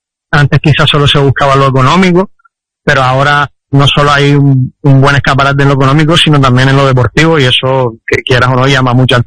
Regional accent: Spain; moved away as an adult; now in Johor, Malaysia; somos casi todos españoles

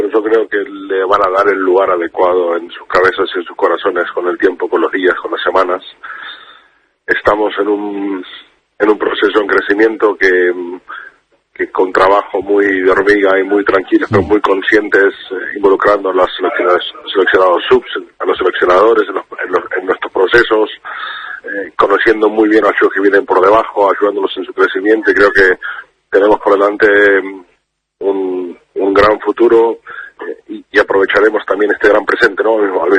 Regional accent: Argentina; y creo que como argentino lo he disfrutado, pero vamos, con todo mi cuerpo.

